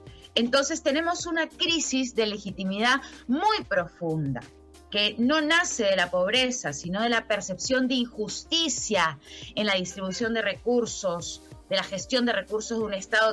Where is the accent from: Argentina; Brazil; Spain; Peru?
Peru